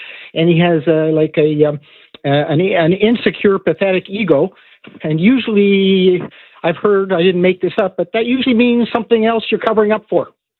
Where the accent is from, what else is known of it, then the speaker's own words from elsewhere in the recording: Chicago, Illinois, United States; I'm originally from Chicago, so I'm not really a Dodger fan anyway.